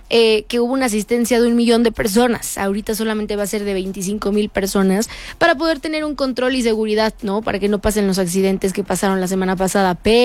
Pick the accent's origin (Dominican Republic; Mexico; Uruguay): Mexico; nosotros como mexicanos, que somos anfitriones